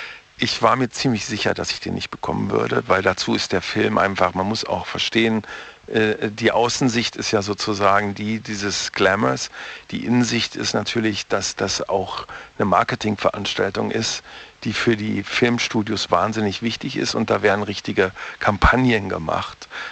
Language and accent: German; Braunschweig, Lower Saxony, Germany; Also wir sind beide aus Niedersachsen, er kommt aus Wolfsburg, ich aus Braunschweig.